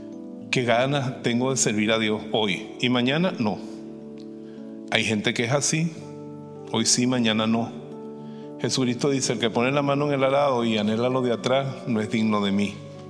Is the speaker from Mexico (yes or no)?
no; Venezuela; moved away; Ella vivía allá en mi tierra, en Venezuela.